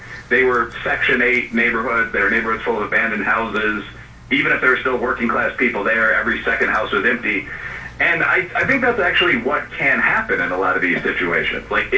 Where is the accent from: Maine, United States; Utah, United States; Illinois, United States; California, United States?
Illinois, United States; Chicago; moved away; I'm from Chicago originally